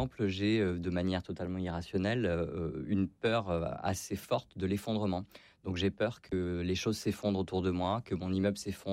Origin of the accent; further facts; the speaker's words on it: Hyères, Provence-Alpes-Côte d'Azur, France; Moi je suis originaire de Hyères, j'ai grandi à Hyères, donc tout ce qui est reconnexion à mon enfance, ça aurait pu être Hyères.